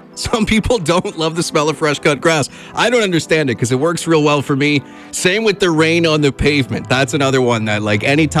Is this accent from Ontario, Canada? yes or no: yes; Ontario, Canada; growing up in Northern Ontario